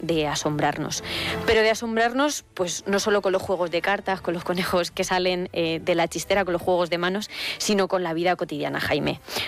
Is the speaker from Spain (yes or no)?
yes; Castilla-La Mancha, Spain; No, yo como buena manchega estoy bien en los climas cálidos y secos